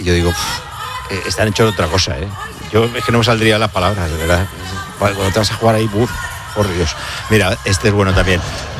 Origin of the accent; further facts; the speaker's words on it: Spain; Yo soy español.